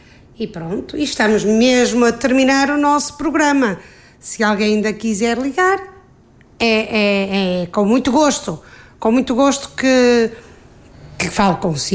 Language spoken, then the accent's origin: Portuguese; Vila Nova de Gaia, Porto, Portugal; Vila Nova de Gaia e eu sou de Vilar do Paraíso.